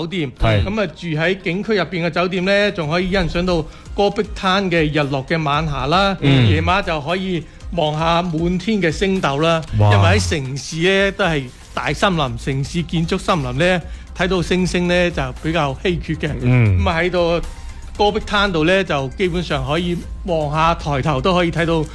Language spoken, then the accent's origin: Cantonese; Guangdong, China; 我哋廣東人